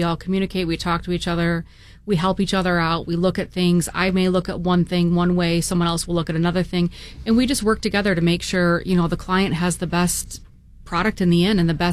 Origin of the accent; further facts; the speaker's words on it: Michigan, United States; moved away as an adult; now in New England, United States; originally I'm from the Midwest, grew up in Michigan. I've been in New England for about 20 years now